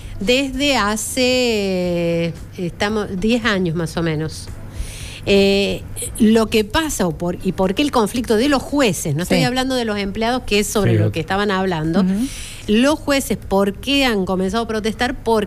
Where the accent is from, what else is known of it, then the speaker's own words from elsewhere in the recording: La Rioja, Argentina; accent: riojana tonada; riojana, pero no se me va la tonada.